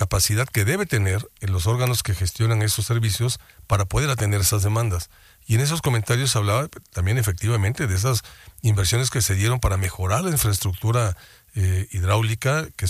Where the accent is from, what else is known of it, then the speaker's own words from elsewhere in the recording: Mexico; como mexicanas y mexicanos que somos